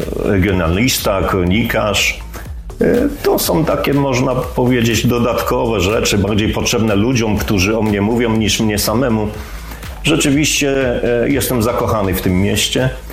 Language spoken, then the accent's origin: Polish; Mogilno, Kuyavian-Pomeranian Voivodeship, Poland; born there; now in Inowrocław, Poland; Nie jestem urodzony Inowrocławianinem. Wszyscy się dziwią właśnie. Urodziłem się w Mogilnie, czyli to niedaleko, Żabi Skok, ale od 1988 roku przeprowadziłem się do Inowrocławia, tutaj się ożeniłem, tutaj zamieszkałem